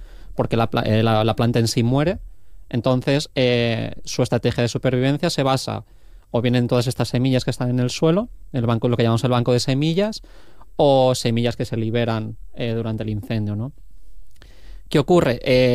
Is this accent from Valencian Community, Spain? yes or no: yes; Valencian Community, Spain; yo soy valenciano y una de esas cosas que suelo decir es que allí no sabe llover.